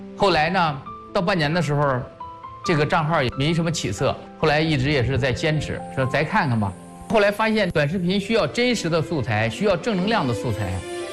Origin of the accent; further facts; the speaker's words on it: China; 因为我们这个村子呀比较偏僻